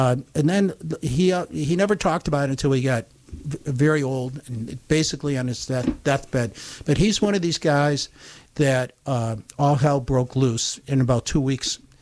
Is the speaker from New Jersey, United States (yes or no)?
no; Utica, New York, United States; moved away; we were in our 30s, and I'm not from here, I'm from the Utica area